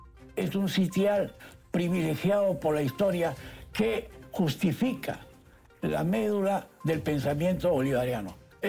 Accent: Panama; incluyéndome a mí, si me lo permiten, porque yo soy panameño.

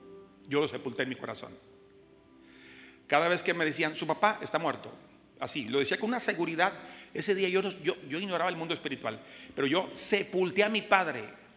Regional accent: Monterrey, Nuevo León, Mexico; el barrio donde yo crecí. Yo soy de México, de Monterrey

